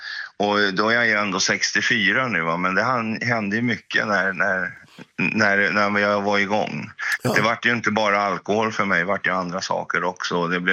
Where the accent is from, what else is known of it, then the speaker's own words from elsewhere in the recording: Stockholm, Stockholm County, Sweden; det är ju, det behövs ju läggas till att jag är ju en söderkis som har hamnat norröver tack vare kärleken.